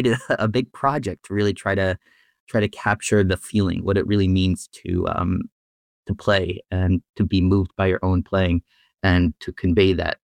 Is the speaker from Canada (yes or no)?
no; Longmeadow, Massachusetts, United States; I grew up in Longmeadow, and I have very, very strong connections to the place, very, very fond memories of growing up there.